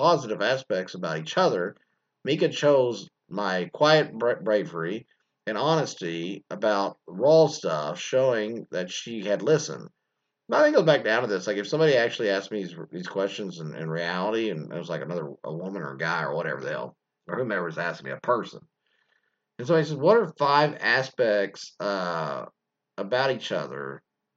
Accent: Hawaii, United States; born there; I was born in Hawaii, a Chinese American mom and a Caucasian dad.

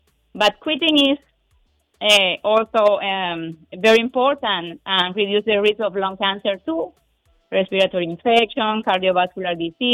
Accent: Cuba; English is a second language; moved away as an adult; now in Guyana; I am from Cuba.

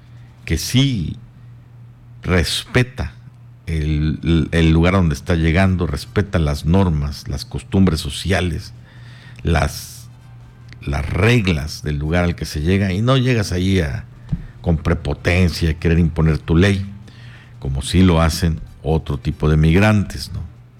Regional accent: Mexico; now in Quintana Roo, Mexico; Como mexicano, como ciudadano de Quintana Roo

